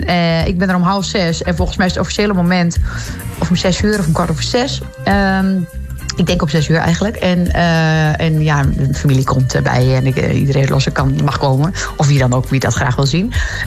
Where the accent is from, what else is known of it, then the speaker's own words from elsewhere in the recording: Loosdrecht, North Holland, Netherlands; Maar ik kom wel uit Loosdrecht natuurlijk. Ik ben nu nog in Loosdrecht.